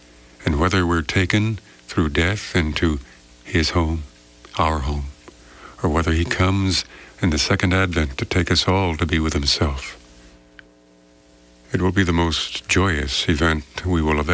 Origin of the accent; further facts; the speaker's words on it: Philadelphia, Pennsylvania, United States; moved away as an adult; But I only spent 18 years there. I've spent 45 or 50 elsewhere. But I'm from Philadelphia. I still retain some of the accent.